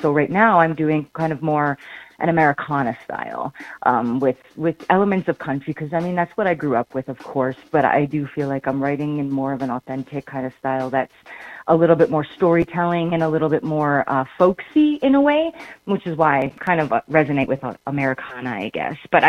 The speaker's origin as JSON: {"language": "English", "town": "Big Stone Cree Nation", "region": "Alberta", "country": "Canada", "also_born_or_lived": "multiple communities on and off reserve", "said": "I'm from Big Stone Cree Nation originally in northern Alberta Treaty 8 territory. So I'm from, some people call it Woodland Cree, we call it Bush Cree. And that's where I'm from. I grew up in like multiple communities."}